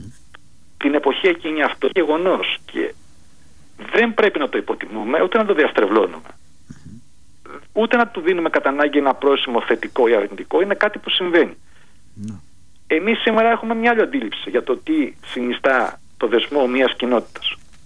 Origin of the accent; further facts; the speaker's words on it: Greece; για εμάς τους Έλληνες